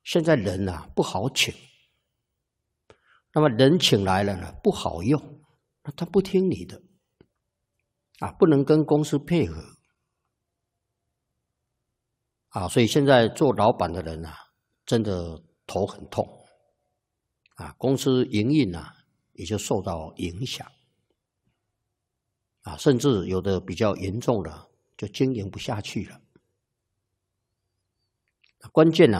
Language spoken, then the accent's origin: Chinese; Taiwan; 所以你说台语呢也好几种啊。啊在台湾讲的话就叫台语